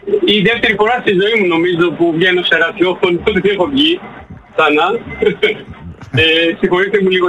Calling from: Germany; από Γερμανία.

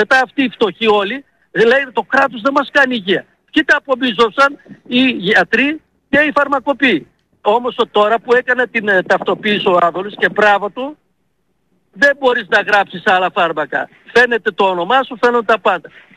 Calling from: Thessaloniki, Central Macedonia, Greece; Εδώ, Θεσσαλονίκη μιλάω.

